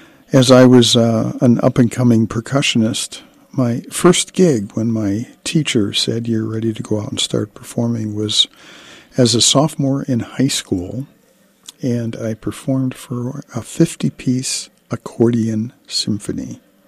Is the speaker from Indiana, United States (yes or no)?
yes; South Bend, Indiana, United States; my hometown of South Bend in northern Indiana, a large population of Polish people.